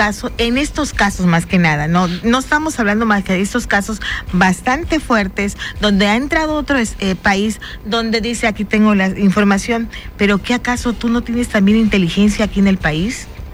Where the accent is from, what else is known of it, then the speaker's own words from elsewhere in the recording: Mexico; soy ciudadana, mexicana, por supuesto, votante también.